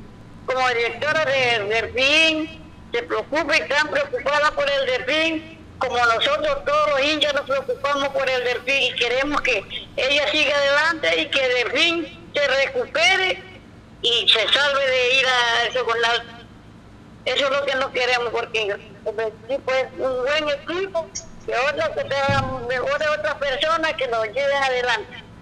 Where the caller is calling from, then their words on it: Manta, Manabí, Ecuador; De la parroquia Los Esteros.